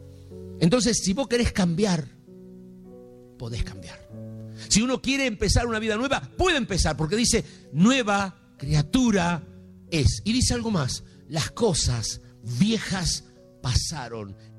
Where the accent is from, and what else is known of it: Argentina